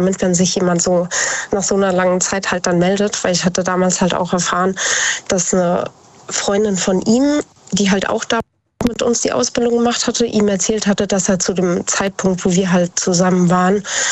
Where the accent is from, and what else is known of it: Idstein, Hesse, Germany; born or raised there